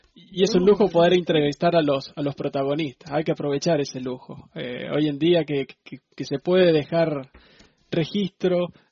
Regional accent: Argentina; como argentino tenemos que saber

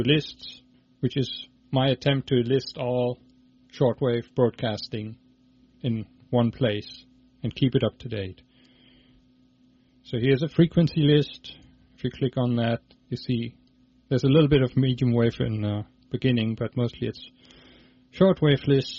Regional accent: Germany; I'm originally from Germany. That's why my name is not easy to pronounce, and that's why my website ends in .de, not in .com or anything.

